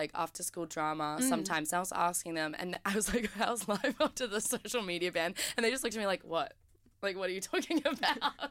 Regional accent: Queensland, Australia; moved away; all of us Queenslanders, because we're both from Queensland

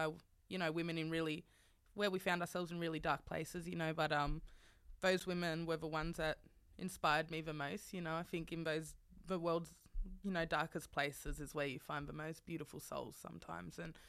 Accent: Sydney, New South Wales, Australia; growing up in Marylands, like where I was, you know, one of the only black fellas in school

